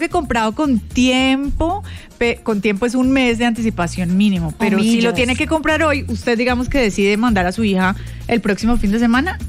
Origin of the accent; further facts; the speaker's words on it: Cúcuta, Norte de Santander, Colombia; now in Bogotá, Colombia; Cucuteña, yo soy cucuteña.